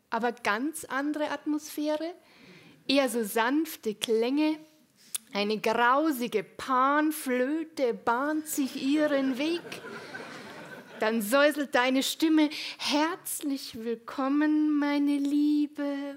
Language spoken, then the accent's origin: German; Munich, Bavaria, Germany; Ich komme aus München.